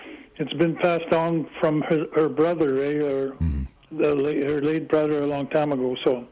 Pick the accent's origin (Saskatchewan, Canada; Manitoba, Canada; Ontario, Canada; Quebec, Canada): Manitoba, Canada; St. Laurent; moved away; I really had a wonderful time back in my hometown in Saint Laurent last weekend.